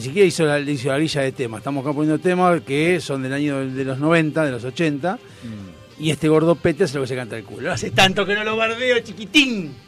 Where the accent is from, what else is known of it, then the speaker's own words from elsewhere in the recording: Salsipuedes, Córdoba, Argentina; moved away; Vengo de Córdoba, de Salcipuede, un pueblo de 12.000 sí, habitantes.